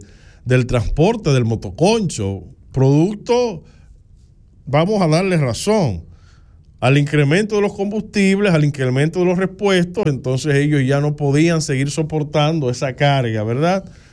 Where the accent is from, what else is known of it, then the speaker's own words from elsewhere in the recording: Dominican Republic; Nosotros como República Dominicana